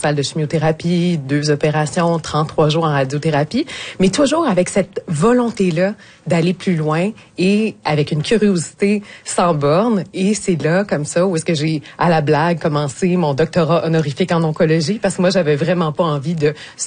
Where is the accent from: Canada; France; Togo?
Canada; Montreal, Quebec; j'ai fait moi-même ma chimiothérapie, entre autres, en Gaspésie, à Gaspé et à Chandler, même si je viens de Montréal.